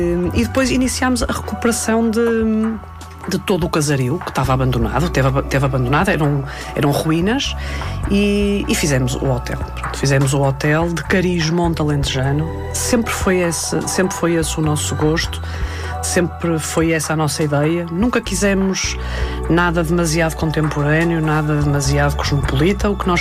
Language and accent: Portuguese; Norte, Portugal; puxa-me especificamente o Alentejo, porque sendo eu nortenha, até poderia ter feito mais sentido este projeto